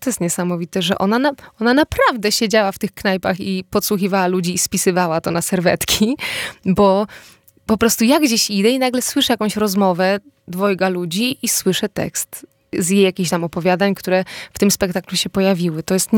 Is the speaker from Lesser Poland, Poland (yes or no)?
no; Subcarpathian Voivodeship, Poland; moved away; ja pochodzę z Bieszczad, a jeżdżę w Pieniny cały czas.